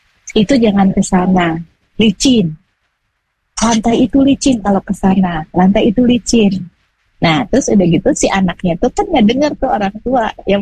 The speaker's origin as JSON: {"language": "Indonesian", "region": "West Java", "country": "Indonesia", "said": "Nah ini banyak terutama di culture Sunda, karena saya kan orang Sunda tuh Kang Hanif."}